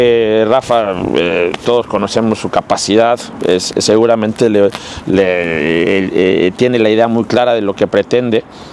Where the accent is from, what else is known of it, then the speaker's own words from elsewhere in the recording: Mexico; Pero como mexicano siempre da ilusión. Representé a mi país en un mundial.